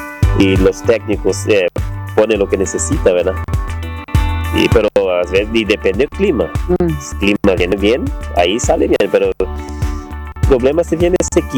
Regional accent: Poland; Sí, yo soy polaco.

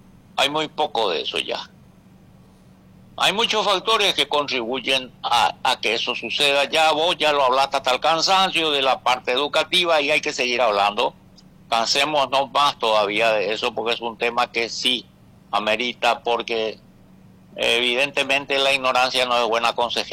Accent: Paraguay; also born or lived in Argentina; yo soy paraguayo y muy paraguayo. Trabajé en la Argentina un tiempo y me volví al Paraguay porque quería volver al Paraguay.

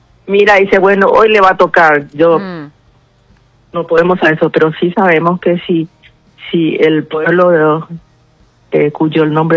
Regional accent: Paraguay

